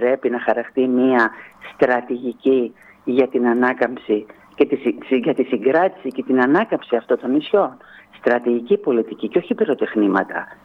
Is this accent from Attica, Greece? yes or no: no; Tilos, South Aegean, Greece; Εγώ είμαι σήμερα δήμαρχος Τήλου και υπηρετώ το νησί μου, τον τόπο μου